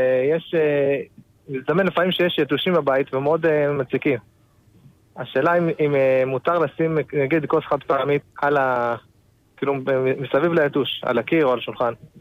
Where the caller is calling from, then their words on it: Jerusalem, Jerusalem District, Israel; אני מירושלים, ברוך השם.